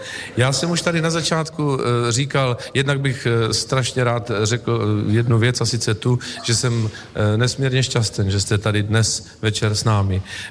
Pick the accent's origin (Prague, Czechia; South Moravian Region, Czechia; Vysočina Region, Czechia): Vysočina Region, Czechia; Třebíč; born there; Já jsem tady říkal na začátku, že jsem se narodil v Třebíči.